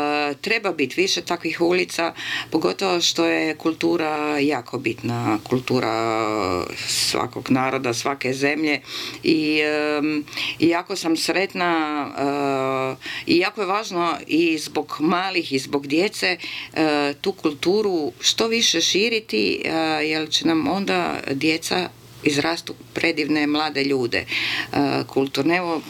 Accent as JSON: {"language": "Croatian", "town": "Zagreb", "region": "City of Zagreb", "country": "Croatia", "tie": "born or raised there", "said": "ja sam rođena, moja soba je bila na Preradovićevoj. Ja sam rođena Andrije Hebranga 22, Preradovića 27."}